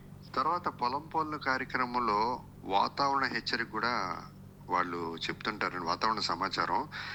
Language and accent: Telugu; Visakhapatnam, Andhra Pradesh, India; నా బాల్యం నుండి విశాఖపట్నం పోర్ట్ క్వార్టర్స్లో ఉండేవాళ్ళం.